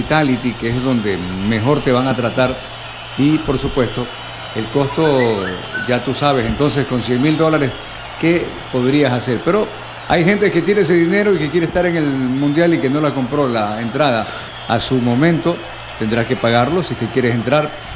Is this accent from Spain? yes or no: no; Ecuador; como ecuatorianos, es lo que más queremos, que el fútbol ecuatoriano se luzca